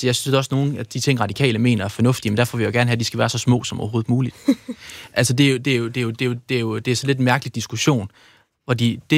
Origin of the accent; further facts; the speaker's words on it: Jutland, Denmark; Ja, men jeg er fra Jylland.